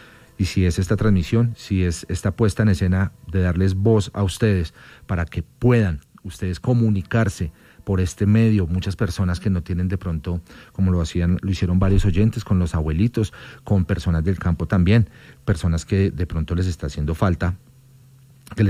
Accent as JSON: {"language": "Spanish", "country": "Colombia", "said": "somos colombianos, amigos, colombianos."}